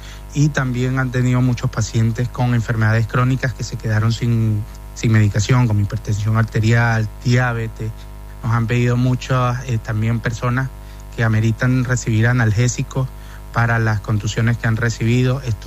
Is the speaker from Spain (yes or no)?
no; Venezuela; now in Argentina